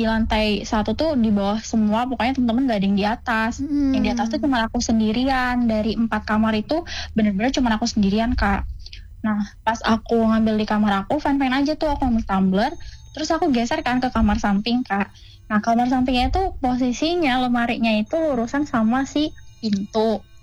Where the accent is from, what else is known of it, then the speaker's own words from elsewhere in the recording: Bandar Lampung, Lampung, Indonesia; Oke, kenalin … aku dari